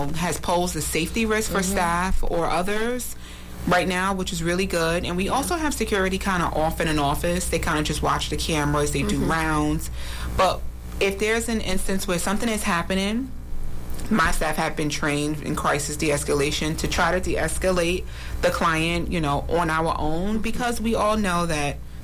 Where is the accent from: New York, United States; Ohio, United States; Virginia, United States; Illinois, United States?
New York, United States; Brooklyn; But as I like to tell my staff, you know, I'm from Brooklyn.